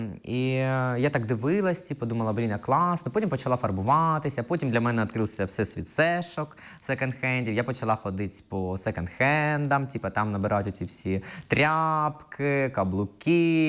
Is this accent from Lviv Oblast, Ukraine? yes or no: no; Kropyvnytskyi, Kirovohrad Oblast, Ukraine; moved away; я з Кропивницького.